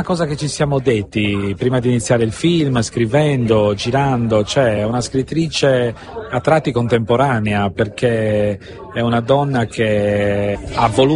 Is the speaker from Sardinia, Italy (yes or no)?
yes; Sardinia, Italy; moved away; tornare in Sardegna, tornare nella mia terra